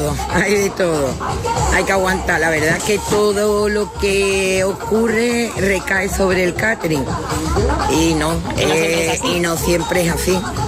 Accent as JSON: {"language": "Spanish", "town": "Lebrija", "region": "Andalusia", "country": "Spain", "said": "Yo soy de Lebrija"}